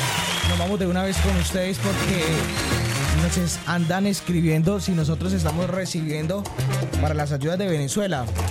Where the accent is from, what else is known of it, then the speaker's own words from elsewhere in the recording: Colombia; nosotros como hermanos colombianos que somos